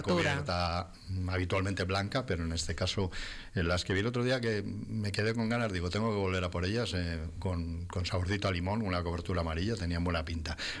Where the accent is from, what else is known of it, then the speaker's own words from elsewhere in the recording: Segovia, Castile and León, Spain; also born or lived in Madrid; Hoy soy segoviano y soy madrileño y viceversa, podríamos decir.